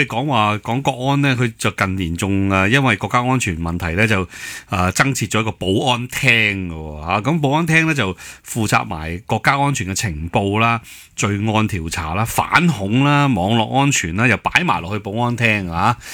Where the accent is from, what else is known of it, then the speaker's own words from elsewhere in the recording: Hong Kong; 我哋香港人睇落去容易搞错啊。